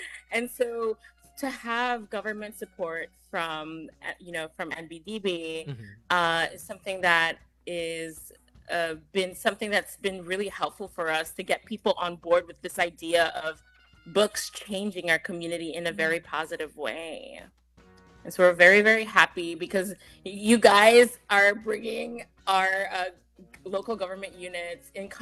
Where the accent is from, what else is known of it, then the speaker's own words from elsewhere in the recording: Philippines; also born or lived in California, United States; I was born in California, but when I was three, I moved to the Philippines. And so I've been there for elementary school and high school.